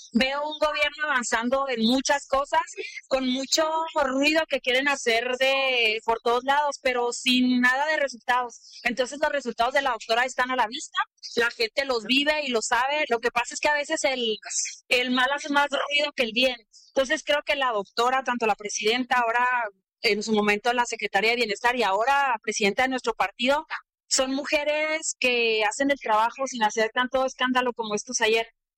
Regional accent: Mexico; Creo que es bien importante que como mexicanos y mexicanas no veamos esto como una concesión

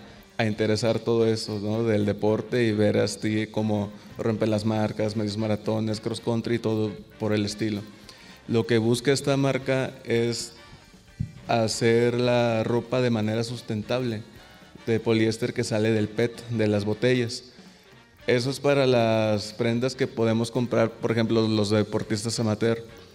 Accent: Poza Rica, Veracruz, Mexico; Yo vengo de Poza Rica, allá de hecho soy licenciado en Derecho. Acabé la licenciatura allá.

